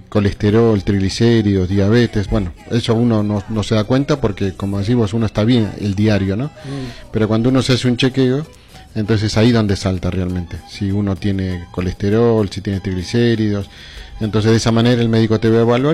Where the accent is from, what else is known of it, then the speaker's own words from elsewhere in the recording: La Paz, Bolivia; now in Santa Cruz, Bolivia; nosotros que somos de allá de La Paz